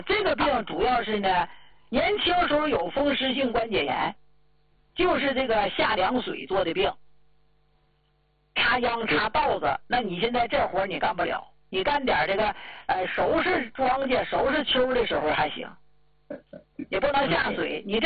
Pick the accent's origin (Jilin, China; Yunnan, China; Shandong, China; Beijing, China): Jilin, China